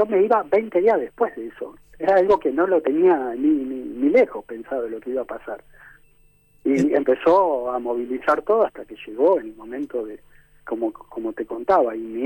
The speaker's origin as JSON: {"language": "Spanish", "country": "Argentina", "said": "lo loco que somos los argentinos, no se podía entrar con una bandera, nos ingeniamos para entrar con una bandera en la cancha"}